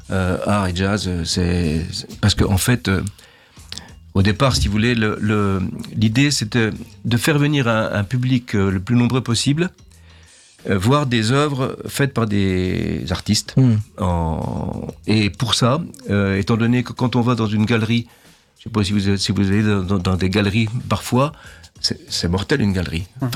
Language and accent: French; Hermonville, Grand Est, France; chez nous, à Hermonville.